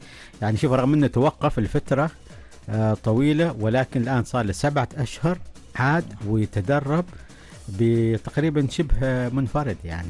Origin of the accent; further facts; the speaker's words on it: Oman; عندنا في عمان